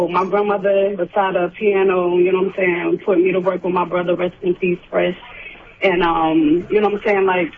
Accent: the South, United States; also born or lived in California; I born in Cali, raised down south. Mother and father born and raised in New York.

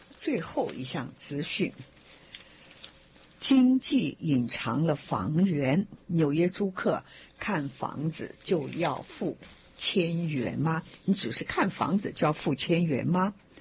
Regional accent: China; now in Long Island, United States; 住我们中国人说食衣住行，现在看起来住很难呐。

